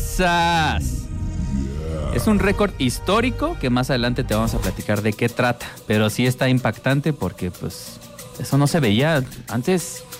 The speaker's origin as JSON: {"language": "Spanish", "country": "Mexico"}